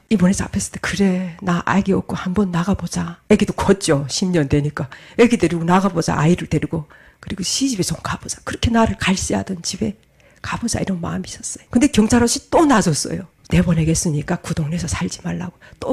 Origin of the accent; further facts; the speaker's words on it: North Korea; 제가 다른 탈북민들과 저는 똑같습니다.